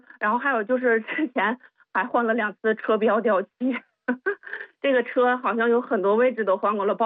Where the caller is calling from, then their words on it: Tangshan, Hebei, China; 因为我们在唐山